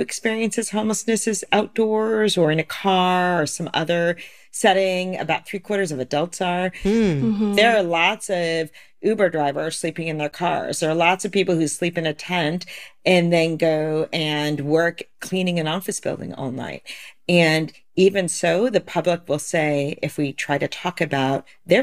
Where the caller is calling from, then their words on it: California, United States; I'm calling in from the Bay Area.